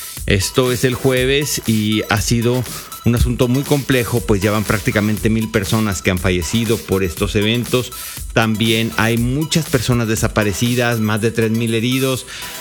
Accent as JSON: {"language": "Spanish", "country": "Mexico"}